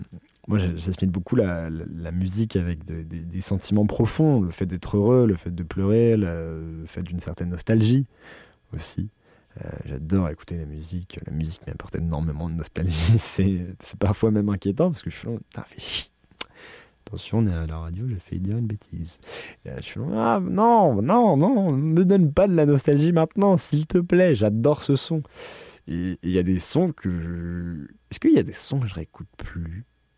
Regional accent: Paris, Île-de-France, France; en grandissant à Paris, ça s'offre très vite à toi quand même.

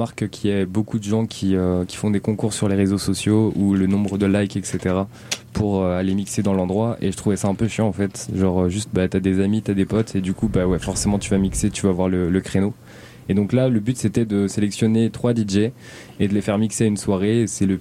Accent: Pays de la Loire, France; je viens de Vendée à côté

